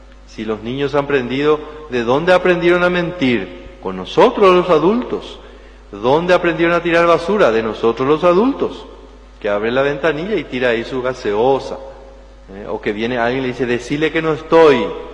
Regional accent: Paraguay; como era nuestra característica como pueblo paraguayo.

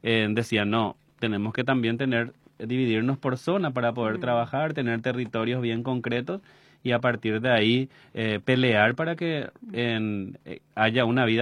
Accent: Asunción, Paraguay; la estigmatización de la gente del bañado, vos te ibas de donde sos del bañado y ya te miraban con cara

